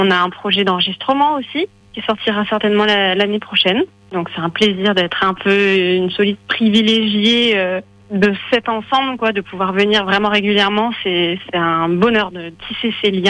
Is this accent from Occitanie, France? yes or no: yes; Toulouse, Occitanie, France; moved away; je suis pas le seul exemple toulousain